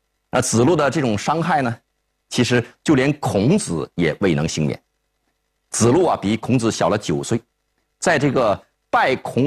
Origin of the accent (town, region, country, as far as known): China